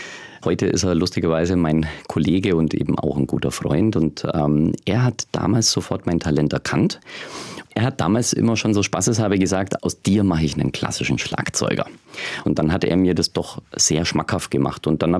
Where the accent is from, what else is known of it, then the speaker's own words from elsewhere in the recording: Tannhausen, Bavaria, Germany; Also ich komme aus Tannhausen, ja, ein beschaulicher Ort in Bayern, 1980 geboren.